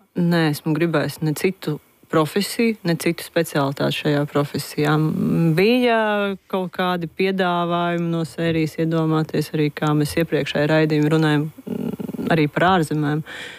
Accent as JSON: {"language": "Latvian", "region": "Riga", "country": "Latvia", "tie": "born or raised there"}